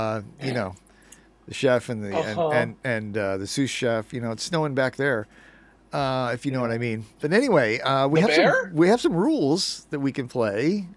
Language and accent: English; East Coast, United States; I'm from the East Coast